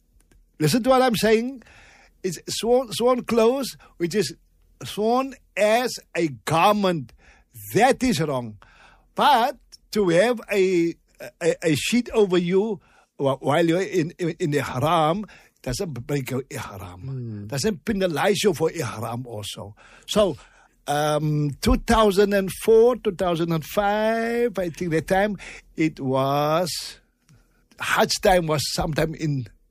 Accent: Cape Town, Western Cape, South Africa; Even when we came down, we had to buy shawls after Eid. Because we come from Cape Town.

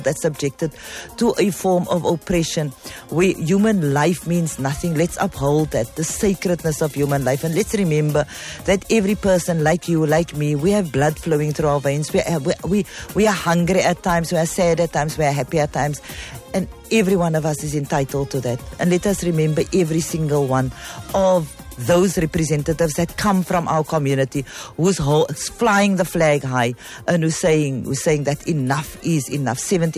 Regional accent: South Africa; now in Cape Town, South Africa; as a mother, as a part of the Cape Town community, as a South African, but also as somebody who understands that as a person of faith

